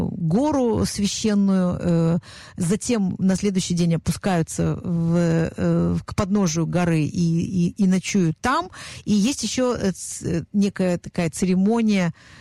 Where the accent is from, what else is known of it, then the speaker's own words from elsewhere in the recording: Israel; В Саудовской Аравии прекрасно знают, что мы из Израиля, но такова процедура.